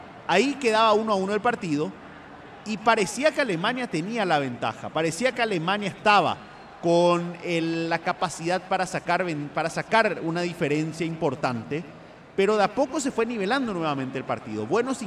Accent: Paraguay; Para nosotros, como paraguayos

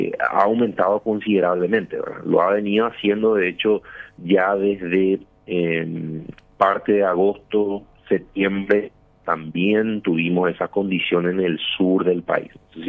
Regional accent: Luque, Central, Paraguay; yo, por ejemplo, soy de Luque

